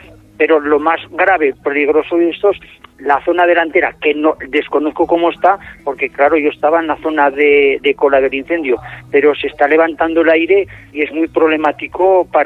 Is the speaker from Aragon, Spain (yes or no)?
yes; Luesia, Aragon, Spain; Sí, soy de aquí de Luesa, sí. Tengo mi explotación aquí en Luesa.